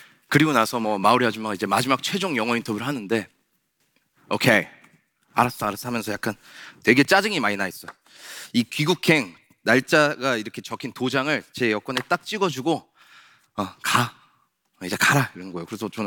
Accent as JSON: {"language": "Korean", "country": "South Korea", "tie": "born or raised there", "said": "저는 대한민국에서 태어나서 한국에서 쭉 살아온 그냥 토종 한국인입니다."}